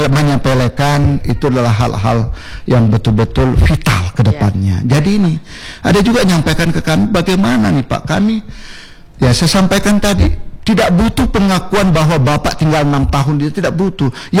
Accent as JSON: {"language": "Indonesian", "town": "Batam", "region": "Riau Islands", "country": "Indonesia", "lives_now": "Batam Centre, Indonesia", "said": "saya orang Bengkong. Sampai sekarang belum saya urus nih. Masih KTP gua, KTP Bengkong gitu, kakak Bengkong. Padahal saya udah tinggal Batam Center."}